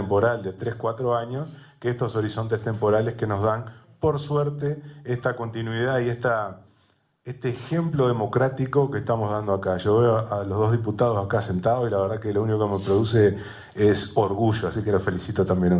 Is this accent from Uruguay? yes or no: yes; Uruguay